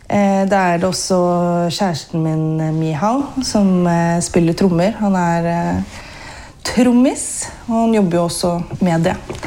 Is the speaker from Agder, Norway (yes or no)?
no; Geilo, Buskerud, Norway; Ja, jeg kommer fra Hallingdal, jeg kommer fra Geilo, men det hører man ikke så godt heller. Men oppvokst på Geilo, men familien fra Vestlandet